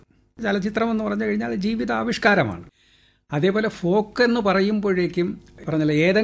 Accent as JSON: {"language": "Malayalam", "region": "Kerala", "country": "India", "said": "അപ്പോൾ അത്തരം ഒരു സംഘത്തിൽ മലയാളി എന്ന നിലയിൽ ഞാൻ ഉൾപ്പെട്ട് നിൽക്കുകയാണ്."}